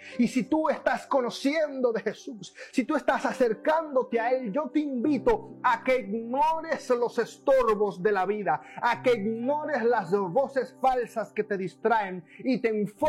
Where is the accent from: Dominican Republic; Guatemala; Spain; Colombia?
Dominican Republic; En Dominicana nosotros nos encantaba subir a los techos y volar de un lugar para otro. Y los techos en mi país no son como los techos en aquel lugar.